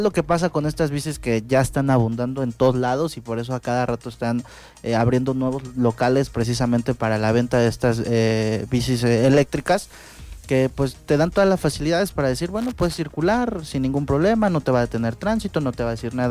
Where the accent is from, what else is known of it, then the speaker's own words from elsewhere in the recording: Mexico; nosotros como mexicanos a veces pensamos que son muy tediosas